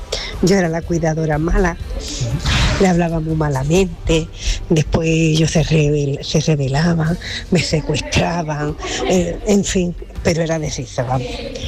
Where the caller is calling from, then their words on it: Algeciras, Andalusia, Spain; de Algeciras.